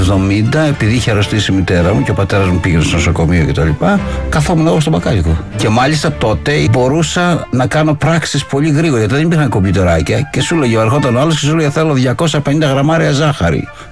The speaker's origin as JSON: {"language": "Greek", "town": "Pylos", "region": "Peloponnese", "country": "Greece", "said": "Η καταγωγή μου τι εννοεί, δηλαδή ότι ήμουν από την Πύλο?"}